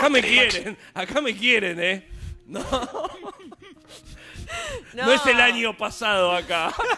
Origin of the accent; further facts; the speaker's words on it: Vicente López, Buenos Aires Province, Argentina; Un emblema de Vicente López, de mi tierra natal.